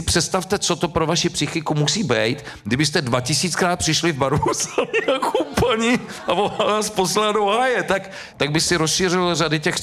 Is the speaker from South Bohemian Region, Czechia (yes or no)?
no; Ostrava, Moravian-Silesian Region, Czechia; jako správný Ostravák